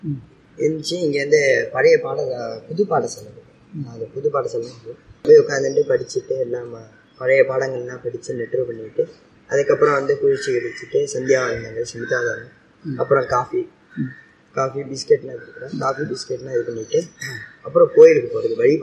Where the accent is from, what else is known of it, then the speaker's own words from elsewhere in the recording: Delhi, India; நான் டெல்லி.